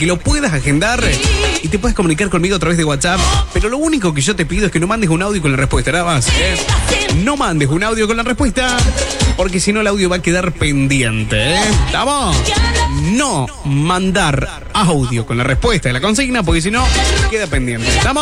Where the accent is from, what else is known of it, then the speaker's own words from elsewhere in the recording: Freyre, Córdoba, Argentina; soy de Fraire, Córdoba, del este cordobés. Estamos a pocos kilómetros de la provincia de Santa Fe. Fraire, Córdoba, este cordobés.